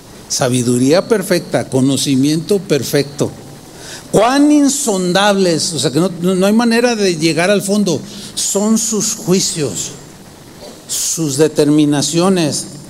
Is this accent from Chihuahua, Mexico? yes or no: no; San Luis Potosí, Mexico; born there; no sé qué está pasando allá en, no sé, en San Luis Potosí, donde yo nací.